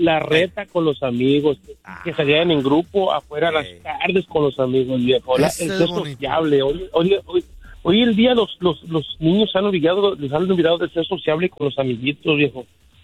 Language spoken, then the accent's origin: Spanish; Guerrero, Mexico; Yo crecí en Guerrero, compa. Soy de Guerrero.